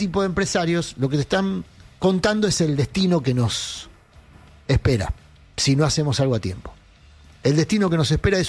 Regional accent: Argentina; me tocó vivir y narrar como periodista y como ciudadano argentino

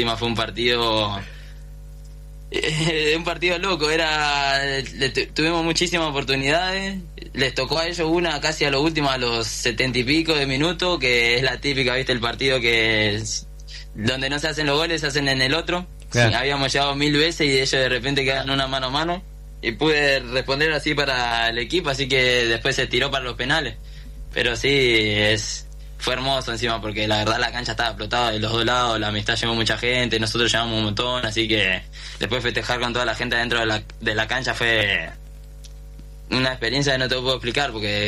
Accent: Pablo Podestá, Buenos Aires Province, Argentina; now in Villa Regina, Argentina; Sí, yo soy de Buenos Aires. Yo soy de allá del lado 3 de febrero, lado provincia. Soy de Pablo Podestá.

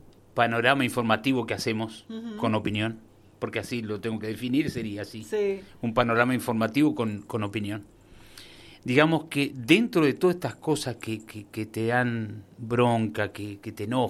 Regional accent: Argentina; Que son las cosas que nos está pasando como argentino, pero que es necesario que la hablemos.

